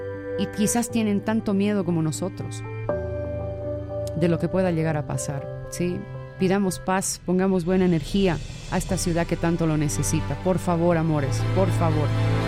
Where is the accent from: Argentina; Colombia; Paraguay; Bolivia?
Bolivia; todos somos hermanos bolivianos